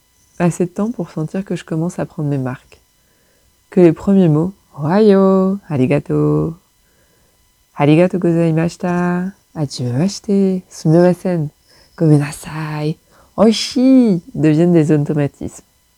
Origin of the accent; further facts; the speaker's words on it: Brittany, France; now in Ambert, France; Je suis originaire de Bretagne, en attestent les plaquettes de beurre demi-sel présentes dans le frigo en nombre, vous pouvez demander confirmation à mes colocs. Et j'habite à Amber depuis le printemps 2019